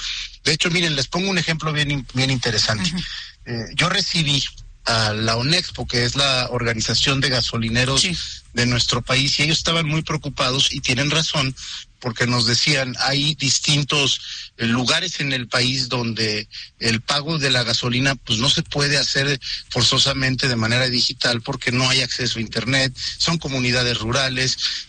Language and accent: Spanish; Oaxaca, Mexico; te pongo el ejemplo de mi caso, yo soy de Oaxaca.